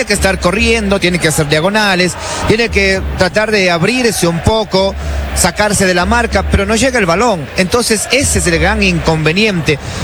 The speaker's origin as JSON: {"language": "Spanish", "country": "Ecuador"}